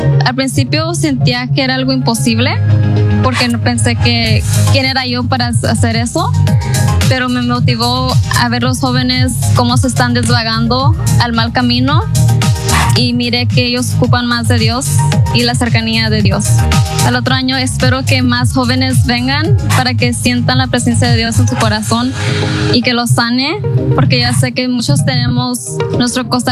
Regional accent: Los Angeles, California, United States; soy de aquí, de Los Ángeles.

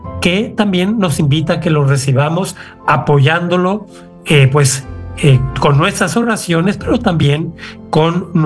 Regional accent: Mexico; moved away as an adult; also born or lived in Ecuador; now in Cancún, Mexico; Por cuestiones de la vida, pues vine a México, yo soy mexicano, y entonces, pues un problema de salud, entonces ya me quedé acá.

